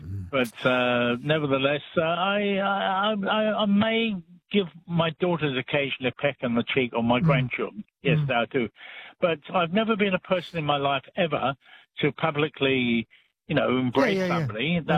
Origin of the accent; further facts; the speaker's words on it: England, United Kingdom; I mean, I'm an Englishman, which we are not overly affectionate like Latin people